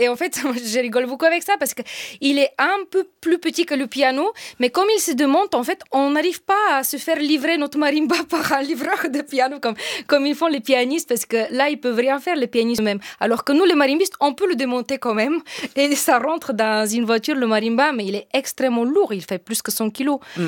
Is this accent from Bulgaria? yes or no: yes; Bulgaria; French is a second language; now in France; En fait, j'ai grandi en Bulgarie, dans une famille de musiciens.